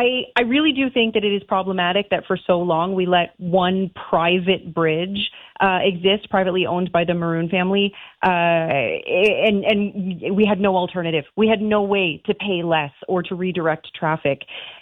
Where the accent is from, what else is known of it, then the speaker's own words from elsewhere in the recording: Canada; we're Canadian